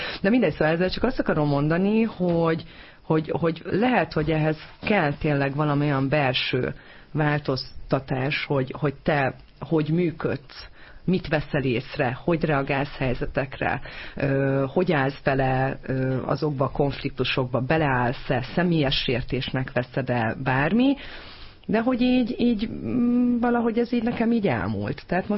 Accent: Hungary; Nagyon magyar vagyok

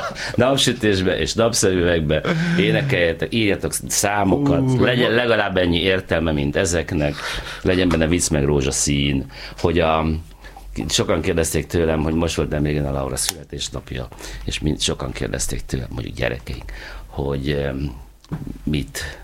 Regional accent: Hungary; Nem, én egy öntudatos magyar ember vagyok.

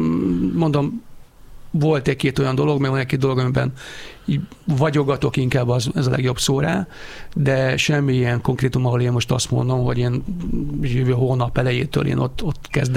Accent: Budapest, Hungary; Én a 11. kerülethez tartom magam, mert én ott születtem, ott jártam iskolába, Vodába, egyébként meg Erzsébeten laktunk

